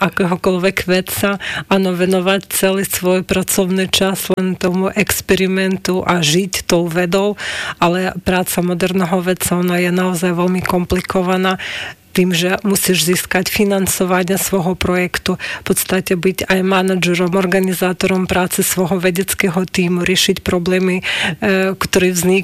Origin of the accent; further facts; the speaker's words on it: Ukraine; Slovak is a second language; moved away as an adult; now in Slovakia; som mamička z Ukrajiny a v podstate tatino Slovák